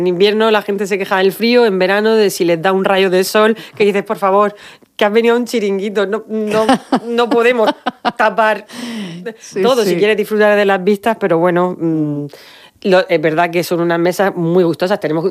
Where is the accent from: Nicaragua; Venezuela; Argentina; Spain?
Spain; Os conozco, soy español, os vaya a quedar.